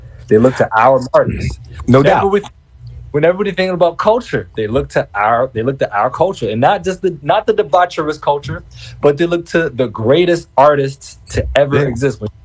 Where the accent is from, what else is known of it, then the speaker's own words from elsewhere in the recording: United States; being Black in America has always felt like I wasn't American when I was growing up.